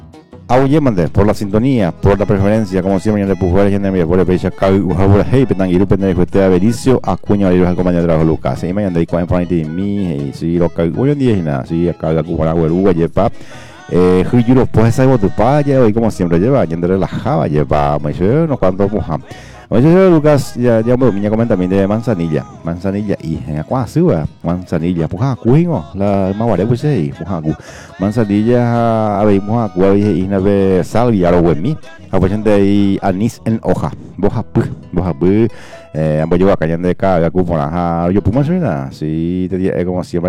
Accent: Paraguay; como buen paraguayo que somos

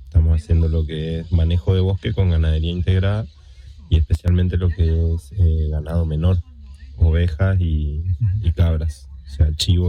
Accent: Chaco, Argentina; soy chaqueño, soy ingeniero agrónomo, estudié en Corrientes, en la UNE

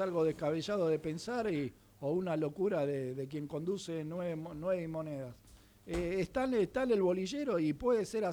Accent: Uruguay; moved away; como decimos allá en mi pueblo, en Uruguay

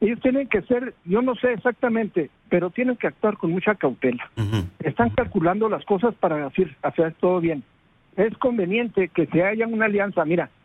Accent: Chihuahua, Mexico; somos chihuahuenses que amamos, que queremos a nuestra tierra, a nuestra gente.

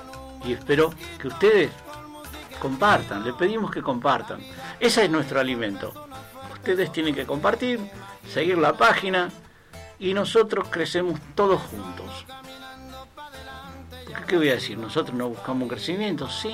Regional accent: Ezeiza, Buenos Aires Province, Argentina; No, es acá, es Seiza. Nosotros somos de Seiza.

